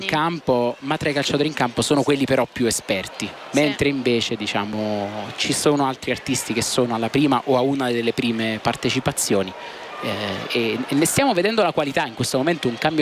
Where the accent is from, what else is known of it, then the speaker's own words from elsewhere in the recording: Campania, Italy; io da campano